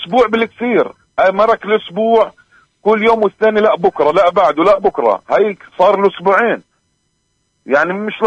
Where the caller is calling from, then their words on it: West Bank, Palestine; ولا إحنا مش فلسطينية،